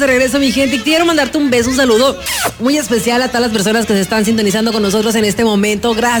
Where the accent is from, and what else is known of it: Mexico